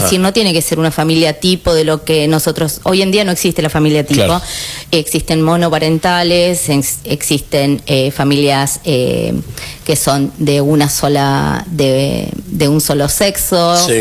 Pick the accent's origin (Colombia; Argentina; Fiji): Argentina; los argentinos tenemos esto de siempre tenemos un platito más de comida